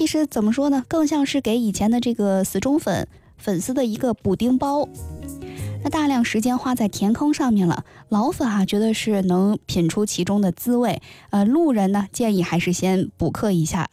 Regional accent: northern China, China; 我们作为北方人听不懂这个潮汕方言

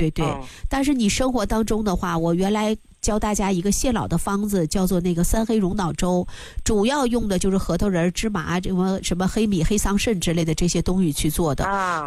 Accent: China; 你像我们中国人哈，膳食指南里边有标准

